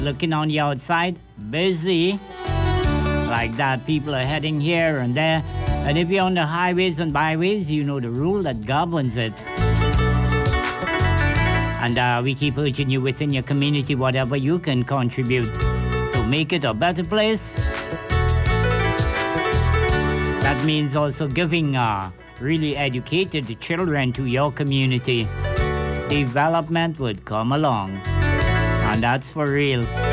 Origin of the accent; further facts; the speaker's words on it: Trinidad & Tobago; we are descendants of East Indian indentured laborers who came to Trinidad 1845.